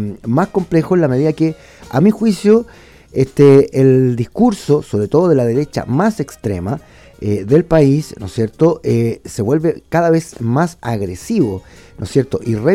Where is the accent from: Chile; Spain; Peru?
Chile; los chilenos somos diferentes en las vías y en las materias de discusión